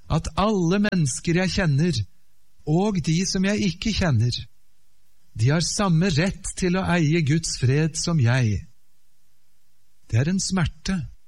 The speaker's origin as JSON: {"language": "Norwegian", "country": "Japan", "tie": "born or raised there", "also_born_or_lived": "Norway / Oslo, Norway / United States / Germany", "said": "Jeg kommer altså ifra Norge, men jeg ble født i Japan. Jeg vokste opp der som barn av misjonærer. Mine foreldre var der i 25 år. Så jeg fikk min barndom og oppvekst"}